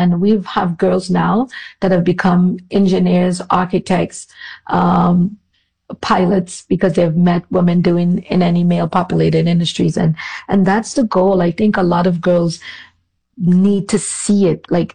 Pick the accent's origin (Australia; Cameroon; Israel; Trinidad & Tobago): Trinidad & Tobago; now in New York City, United States; growing up in Trinidad and Tobago